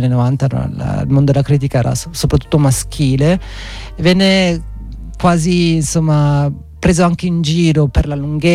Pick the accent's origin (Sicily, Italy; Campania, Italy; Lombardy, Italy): Sicily, Italy; In un paesino dell'entroterra, in provincia di Enna